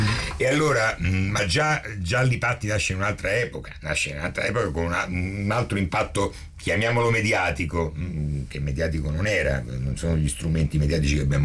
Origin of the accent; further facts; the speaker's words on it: Romania; una cultura strumentale che non è soltanto fatta per noi che veniamo dalla Romania, da Enescu e da compositori successivi